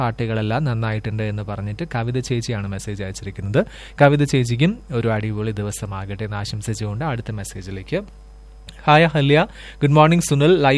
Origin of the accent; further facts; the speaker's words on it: Kinassery, Kerala, India; ഈ വരുന്ന 26-ാം തീയതി ഞങ്ങളുടെ നാട്ടിൽ കിനാശേരി പുലരി കലാസമിതി ആൻഡ് ഗ്രന്ഥശാല